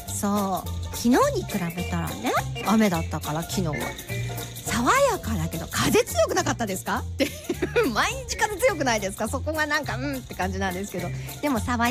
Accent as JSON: {"language": "Japanese", "town": "Morioka", "region": "Iwate", "country": "Japan", "tie": "born or raised there", "said": "もう生まれ育ち盛岡の私ですら"}